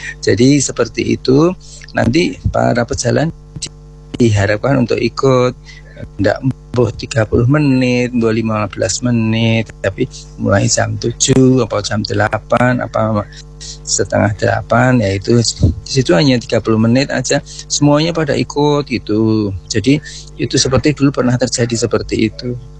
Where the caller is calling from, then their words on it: Sleman, Special Region of Yogyakarta, Indonesia; di Sleman.